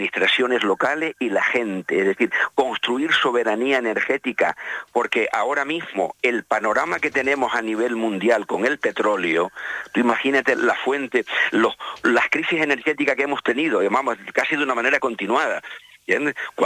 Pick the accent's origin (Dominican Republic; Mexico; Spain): Spain; Canary Islands